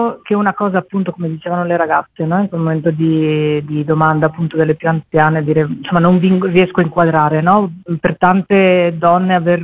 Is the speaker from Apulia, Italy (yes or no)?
no; Borgo Valsugana, Trentino-Alto Adige, Italy; le riprese le abbiamo fatte a Borgo Valsugana, che è il mio paese, in Bassa Valsugana